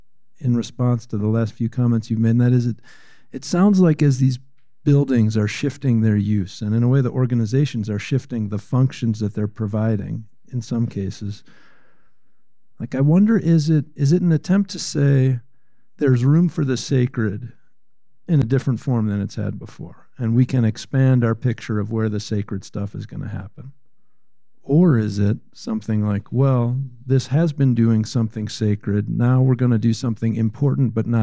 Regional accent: Chicago, Illinois, United States; now in Portland, United States; I grew up without the word church. I was raised Jewish in Chicago.

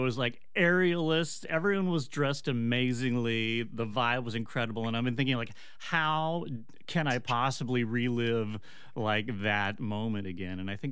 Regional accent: Baton Rouge, Louisiana, United States; also born or lived in New Orleans; I'm sort of from there. I was born there, but then I grew up in Baton Rouge, which was way less cool.

